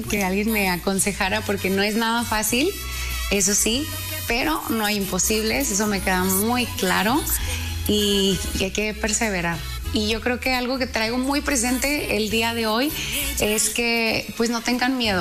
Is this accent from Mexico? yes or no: yes; Mexico